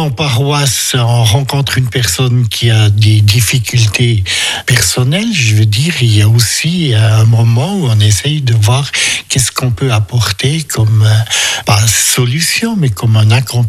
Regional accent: Romandy, Switzerland; Et moi-même, je suis un Suisse-Allemand qui, dès sa tendre enfance, habitait en Suisse romande

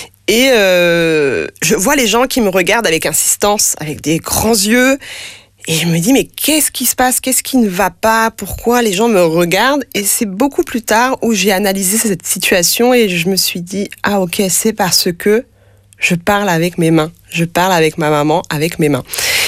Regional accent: France; first language French Sign Language; mes parents sont sourds-signants, donc ils parlent la langue des signes française, et donc c'est ma langue maternelle.

